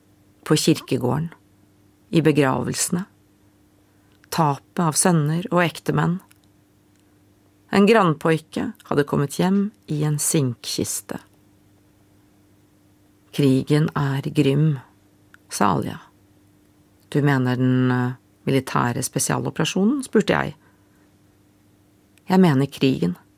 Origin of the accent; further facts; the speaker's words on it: Norway; accent: Norwegian; Swedish is a second language; Och min norska accent ville avslöja min utländighet.